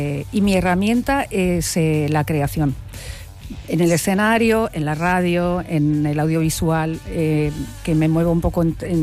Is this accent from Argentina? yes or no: no; Madrid, Community of Madrid, Spain; Soy de Madrid.